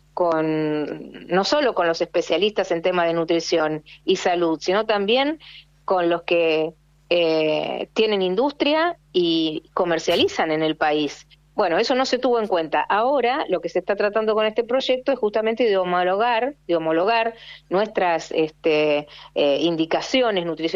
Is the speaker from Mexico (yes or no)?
no; Argentina; No lo encasillo en la política partidaria, sino en lo que uno realmente siente como argentino.